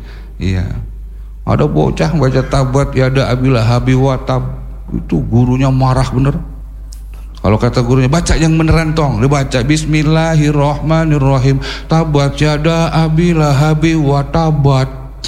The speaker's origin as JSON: {"language": "Indonesian", "region": "Jakarta", "country": "Indonesia", "said": "Ya saya kan orang Betawi pinggiran Pak. Tadi kata MC saya orang Jakarta, padahal sih nggak tapi Jakarta saya."}